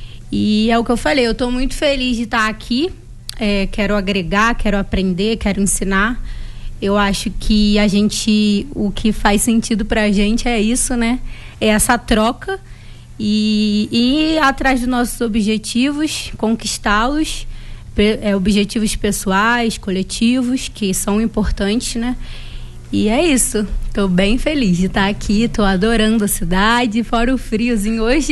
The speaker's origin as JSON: {"language": "Portuguese", "town": "Belford Roxo", "region": "Rio de Janeiro", "country": "Brazil", "moved": "yes", "said": "eu tenho 27 anos, eu sou do Rio de Janeiro, de Belfor Roxo"}